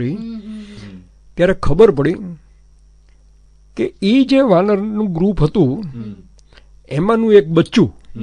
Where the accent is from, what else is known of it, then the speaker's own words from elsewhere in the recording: Bhavnagar, Gujarat, India; પણ હું ભાવનગર ગયો, મારું વતન છે.